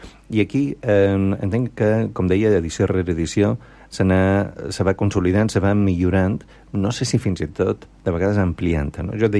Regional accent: Balearic Islands, Spain; Volem conèixer, descobrir, sorprendre'ns, probablement, com a menorquins i menorquines, evidentment tots els visitants estan benvinguts, el que és el nostre múscul a nivell de tema producte local.

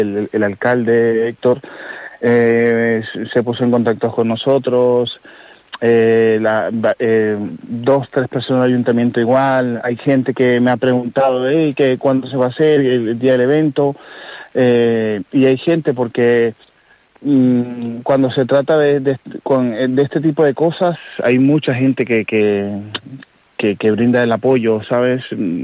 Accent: Venezuela; Sí, bueno, somos la comunidad de Venezuela que estamos presidiendo un montón.

